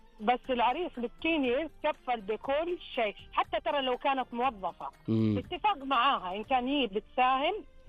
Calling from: Mecca, Makkah Province, Saudi Arabia

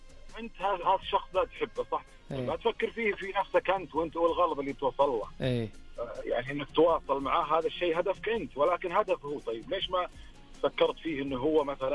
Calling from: Arar, Northern Borders, Saudi Arabia

